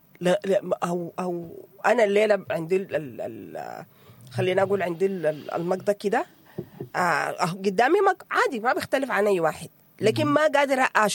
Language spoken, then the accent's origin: Arabic; Sudan; تخيل لي تشبيه ده قريب جدا بالكنز اللي عندنا في السودان، أن إحنا ما عارفينه. ما في انسان لا يا استاذ ياسر، ما نحن نقول احنا سودانيين